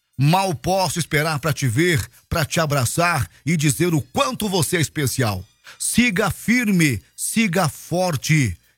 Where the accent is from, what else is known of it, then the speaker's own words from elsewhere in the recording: Piraí do Sul, Paraná, Brazil; Eu sou aqui de Piraí do Sul, tá, Dimas?